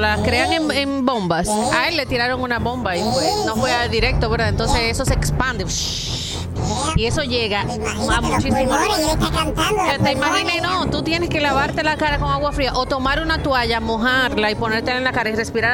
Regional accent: Cibao, Dominican Republic; moved away; yo vengo de un pueblo, el Cibao, ¿verdad?

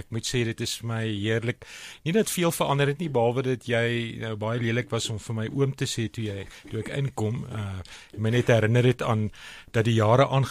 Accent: Kempton Park, Gauteng, South Africa; Ek is in Kempton Park. Ek het in Kempton Park groot geword.

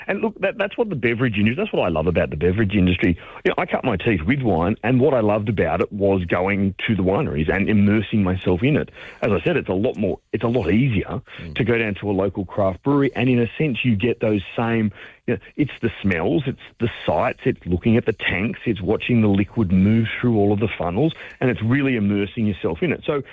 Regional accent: Australia; as Australian winemakers

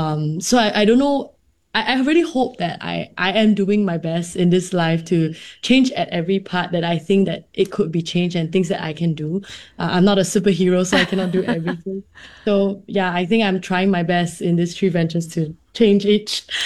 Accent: Singapore; do the status quo as a Singaporean.

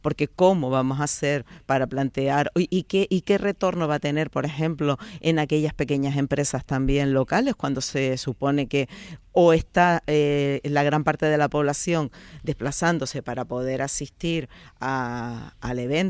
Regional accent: Canary Islands, Spain; Las que no nos sentimos bien en Canarias somos las Canarias.

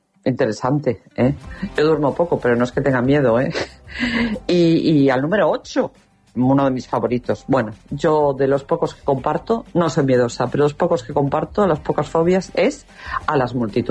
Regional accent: Cantabria, Spain; now in Sevilla, Spain; Soy cántabra en Sevilla.

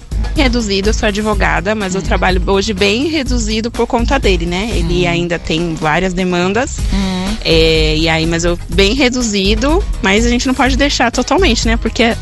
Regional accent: Salvador, Bahia, Brazil; born there; also born or lived in São Paulo; now in Camaçari, Brazil; Eu nasci aqui, nasci em Salvador, só que eu fiquei 20 anos em São Paulo.

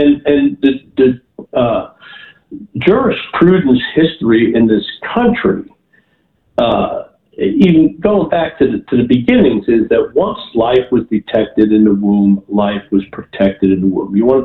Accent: Bergenfield, New Jersey, United States; Well, I grew up in Bergenfield.

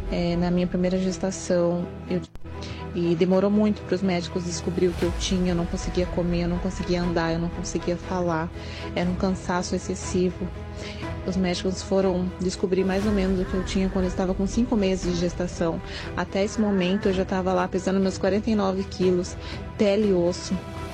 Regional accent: Sorocaba, São Paulo, Brazil; sou de Sorocaba.

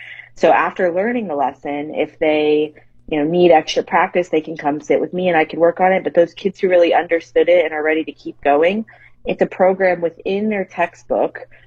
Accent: United States; I've been teaching for 5 years in Seminole County. I grew up in Seminole County, so it was always my goal to end up teaching there as well.

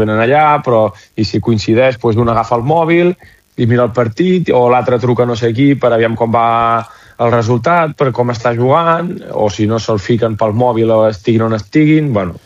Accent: Vic, Catalonia, Spain; Pam, és normal, jo soc de Vic, què vols, fill meu?

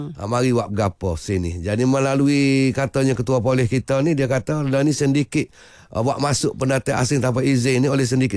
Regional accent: Kelantan, Malaysia; kita sebagai rakyat Kelantan ni

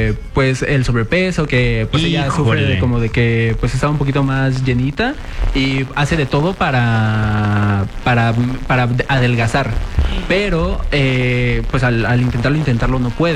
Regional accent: Mexico

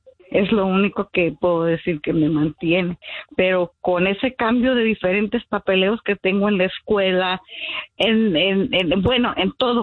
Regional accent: Chihuahua, Mexico; Ah, sí tengo la casa, sí sé que soy chihuahuense.

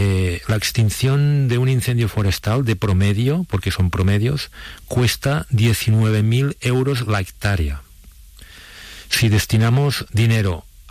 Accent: Sant Sadurní d'Anoia, Catalonia, Spain; Yo, por ejemplo, en mi pueblo, es un pueblo que está rodeado de viñedos, San Sadurní de Anoia

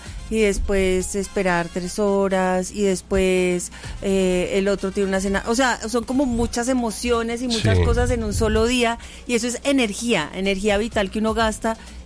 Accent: Medellín, Antioquia, Colombia; moved away as an adult; yo crecí en la Comuna 13.

